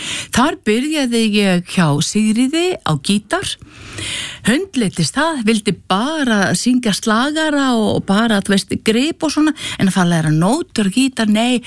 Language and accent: Icelandic; Hvolsvöllur, Southern Region, Iceland; Ég að mestu leiti alinn upp á Hvolsvelli. Ég fædd á Rauðalæk í Holtum, svo flýst ég í Djúpadal, svo flýst ég á Hvolsvell